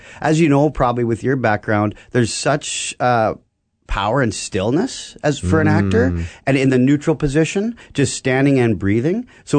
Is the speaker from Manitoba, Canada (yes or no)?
yes; Carman, Manitoba, Canada; I'm such a fan of old school Manitoba stories. Like the rural, I grew up in Carmen, Manitoba.